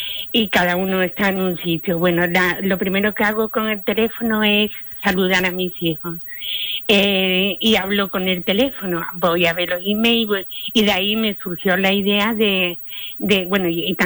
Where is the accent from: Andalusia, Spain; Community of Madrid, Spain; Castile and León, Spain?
Andalusia, Spain; Jerez de la Frontera; accent: Andalusian; now in Oviedo, Spain; yo soy andaluza, soy de Jerez de la Frontera, pero llevo ya aquí muchos años viviendo en Oviedo. Y bueno, como verás, todavía conservo el acento andaluz